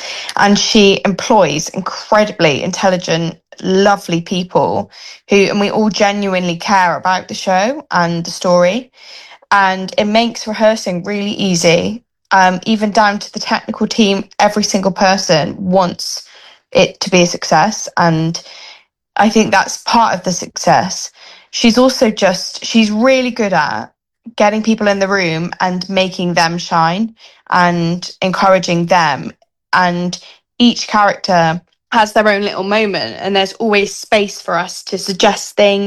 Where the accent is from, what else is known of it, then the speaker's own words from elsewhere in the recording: Bristol, South West England, United Kingdom; now in Wimbledon, United Kingdom; And I'm from Bristol. So that was lovely. I now live in Wimbledon.